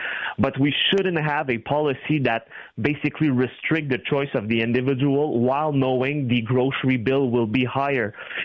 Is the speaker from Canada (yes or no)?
yes; Canada